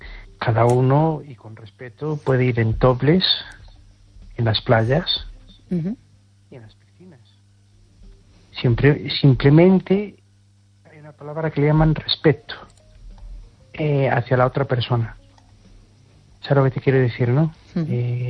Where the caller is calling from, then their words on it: Spain; de Pueblo de Moiro.